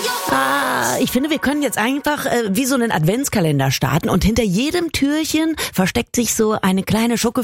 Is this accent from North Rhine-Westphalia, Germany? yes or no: yes; North Rhine-Westphalia, Germany; Ich kenne Paderborn ganz gut. Ich komme ja da weg aus der Ecke.